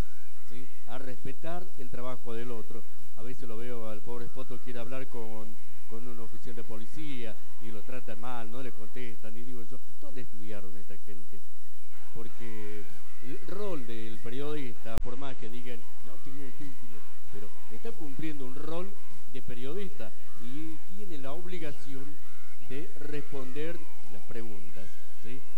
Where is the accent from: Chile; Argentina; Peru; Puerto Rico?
Argentina; Como argentinos tenemos que apoyar